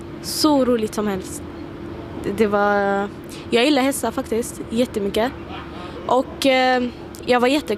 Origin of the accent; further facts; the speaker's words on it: Syria; also born or lived in Jordan; now in Sweden; Jag kommer från Syrien faktiskt.